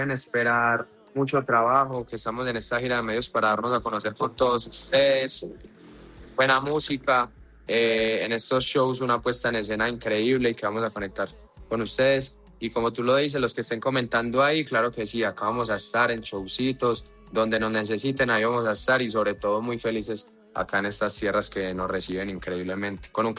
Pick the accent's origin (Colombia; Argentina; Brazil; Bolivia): Colombia; Medellín, Antioquia; born there; Medellín para mí representa mi tierra, mi gente, donde nacimos